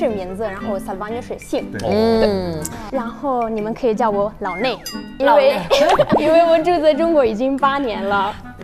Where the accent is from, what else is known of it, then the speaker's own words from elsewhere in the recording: Italy; Chinese is a second language; moved away as an adult; now in Nanjing, China; 我是意大利人。